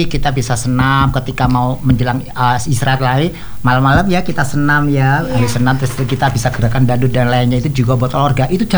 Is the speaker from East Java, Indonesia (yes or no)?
yes; Surabaya, East Java, Indonesia; now in Jakarta, Indonesia; Ya kami kan saya dari Surabaya ini kan dulu keluarga minus ya, keluarga tidak mampu dengan perjuangan bisa menurut ke Jakarta ini